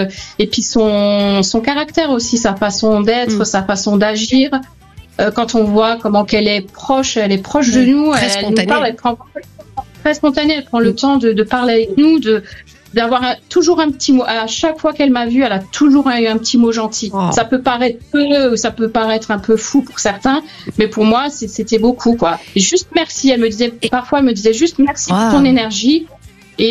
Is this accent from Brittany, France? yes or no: no; Grand Est, France; now in Var, France; Alors moi, je suis d'origine d'Alsace et depuis 5 ans, j'habite dans le Var.